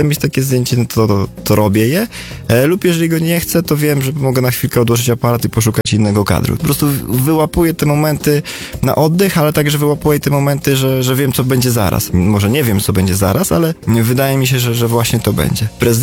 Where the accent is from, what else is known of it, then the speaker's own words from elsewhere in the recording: Gdańsk, Pomeranian Voivodeship, Poland; przejdę się po ulicy Długiej, ponieważ pochodzę z Gdańska, porobię gdzieś tam zdjęcia